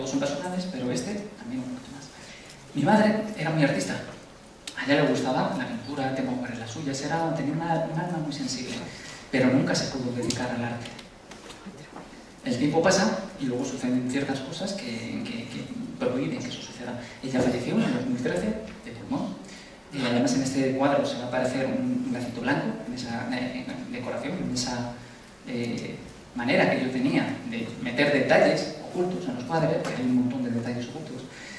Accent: Madrid, Community of Madrid, Spain; Porque yo soy de Aluche, ¿no me matéis?

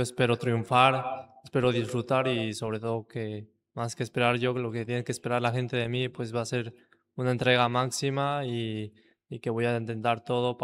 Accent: Tlaxcala, Mexico; Tlaxcala.

